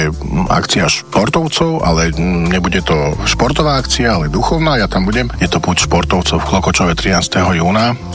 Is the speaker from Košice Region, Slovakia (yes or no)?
yes; Michalovce, Košice Region, Slovakia; najradšej do Michaloviec, do môjho rodného mesta